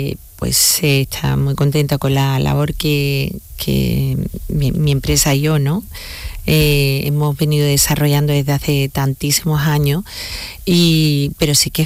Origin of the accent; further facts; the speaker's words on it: Spain; así somos los españoles